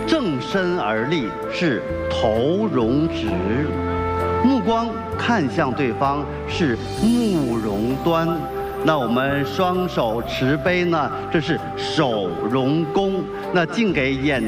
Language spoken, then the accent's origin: Chinese; China